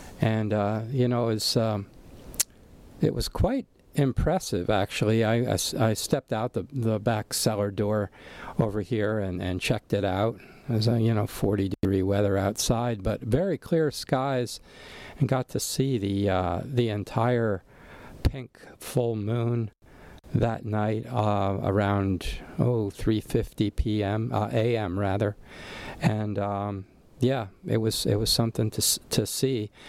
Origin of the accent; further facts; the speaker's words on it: Allentown, Pennsylvania, United States; now in Kona, United States; Coming to you once again from the Lehigh Valley, specifically Allentown, Pennsylvania, my hometown